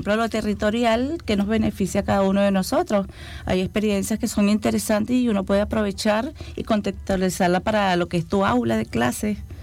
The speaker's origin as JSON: {"language": "Spanish", "country": "Venezuela", "lives_now": "Chile", "said": "Yo soy de Venezuela y estoy trabajando en la Universidad de Los Lagos desde el año 2018"}